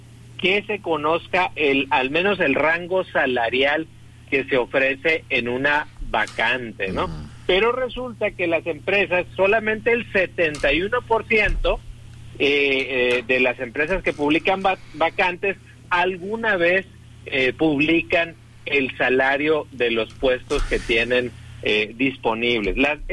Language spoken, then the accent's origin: Spanish; Hermosillo, Sonora, Mexico; also born or lived in Guaymas, Mexico; yo nací en Guaymas, pero toda mi vida prácticamente he vivido aquí en Hermosillo. Solamente 2 años, mis primeros 2 años los viví en Guaymas.